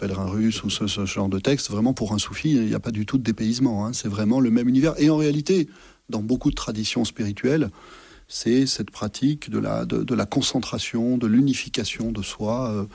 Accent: Massif Central, France; moi je suis originaire du Massif central, alors bon, j'aime beaucoup la capitale, hein, mais c'est quand même pas mon milieu naturel.

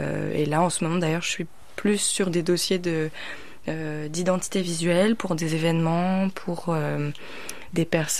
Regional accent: Pouldreuzic, Brittany, France; Moi j'aime bien faire le lien parce que j'ai grandi à Poulresic et du coup je trouve que.

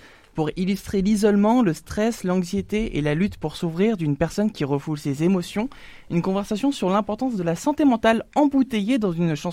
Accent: Normandy, France; also born or lived in Brittany; de Normandie, un petit peu de Bretagne, mais principalement de Normandie.

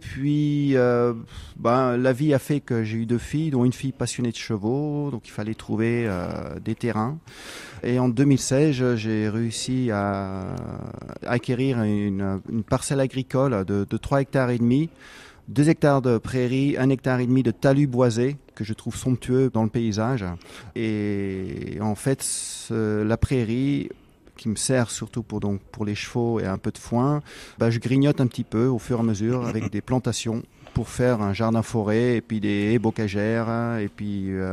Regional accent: Cosne-d'Allier, Auvergne-Rhône-Alpes, France; now in Hérisson, France; Moi, je suis originaire de Cône, je voulais m'installer en espace vert sur le secteur de Cône d'Allier.

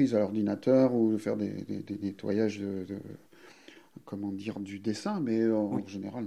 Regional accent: South-West France, France; now in Chaumont-sur-Tharonne, France; Je suis originaire du Sud-Ouest et j'ai vécu longtemps.

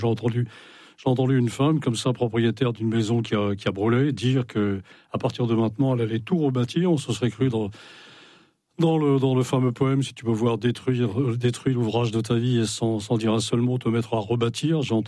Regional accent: Brittany, France; Moi, je suis un vrai breton. Mmh. Et comme tous les bretons, je suis un breton de migrateur. Et ce n'est pas hasard si mon père m'a fait naître en dehors des murs de Bretagne.

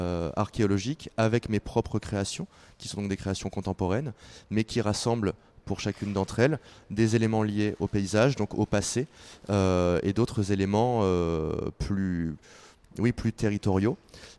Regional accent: Nîmes, Occitanie, France; now in Toulon, France; je suis originaire de Nîmes, mais j'habite à Toulon. Ouais, voilà. J'habite à Toulon depuis 6 ans

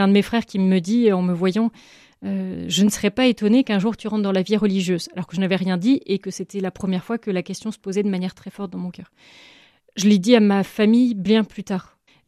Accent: Lannion, Brittany, France; J'ai grandi dans les Côtes d'Armor, donc voisine d'ici, à Lannion. Dans une famille chrétienne pratiquante, famille nombreuse

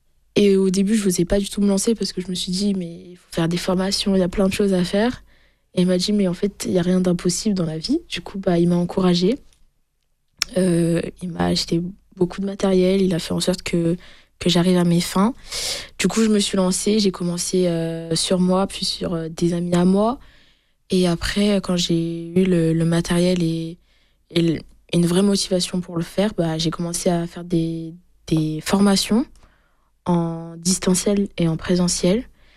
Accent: Honfleur, Normandy, France; moved away as an adult; now in southern France; Je viens de Honfleur, en Normandie, dans le Calvados.

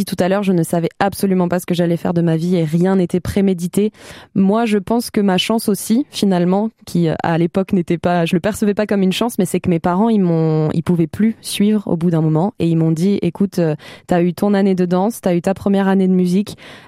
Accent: Grand Est, France; moved away as an adult; also born or lived in Toulouse; je suis partie donc à Toulouse parce que j'ai grandi en Alsace. Je suis pas originaire de Toulouse.

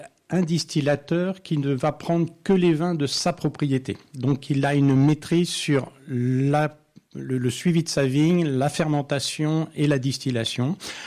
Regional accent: Nouvelle-Aquitaine, France; je suis un enfant du pays, effectivement. Ma famille est dans les sols des Charentes depuis bien des siècles

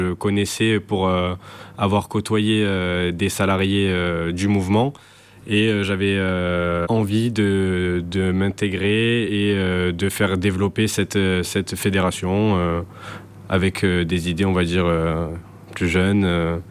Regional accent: Sète, Occitanie, France; born there; j'ai 22 ans, je suis né à Sète

